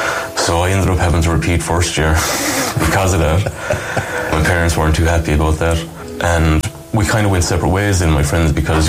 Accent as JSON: {"language": "English", "town": "Kilrush", "region": "County Clare", "country": "Ireland", "tie": "born or raised there", "said": "Horse fairs are probably one of the more prominent memories of Kilrush, you know, when I was younger. Hanging out with my friends, running around the woods. I had a good group of friends when I was growing up, and I lived basically here in the estate as well."}